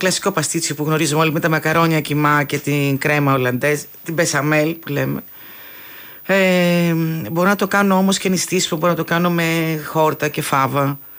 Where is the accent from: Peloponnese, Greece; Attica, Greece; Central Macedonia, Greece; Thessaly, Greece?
Peloponnese, Greece; Kalamata; Ναι, είμαι από την Καλαμάτα